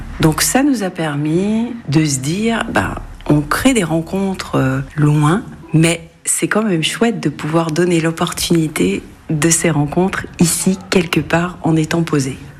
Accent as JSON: {"language": "French", "country": "France", "tie": "born there", "said": "on va dire que je suis plutôt de la campagne, j'ai des origines réunionnaises, alors je suis née en France, mais j'ai grandi avec une culture réunionnaise"}